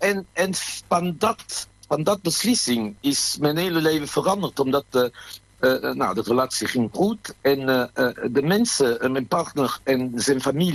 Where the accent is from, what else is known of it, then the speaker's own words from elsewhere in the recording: France; Dutch is a second language; moved away as an adult; now in Netherlands; ik denk als Fransman, dat is absurd.